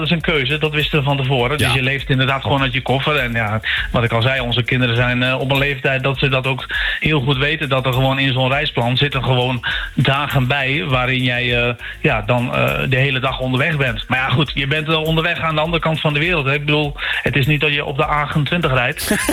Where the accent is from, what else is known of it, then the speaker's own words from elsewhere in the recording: Netherlands; als Nederlanders